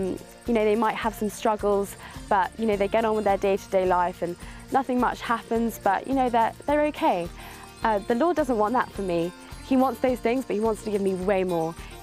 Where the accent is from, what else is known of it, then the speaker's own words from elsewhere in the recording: Yorkshire and the Humber, United Kingdom; I come from England in North Yorkshire, and I'm 17.